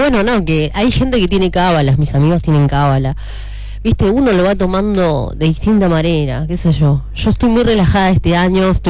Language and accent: Spanish; Buenos Aires, Argentina; Soy de Boca, sí, porque soy del barrio.